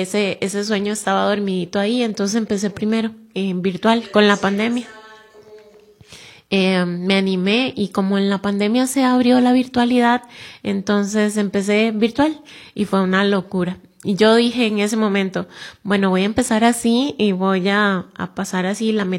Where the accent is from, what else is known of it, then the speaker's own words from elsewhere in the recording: Puntarenas, Costa Rica; moved away as an adult; yo soy de Punta Arenas, ahí estudié en la UCR con beca, soy de una familia, bueno, de un hogar un poquito disfuncional.